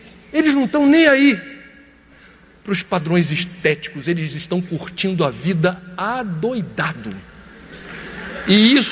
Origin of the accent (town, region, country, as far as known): Rio de Janeiro, Brazil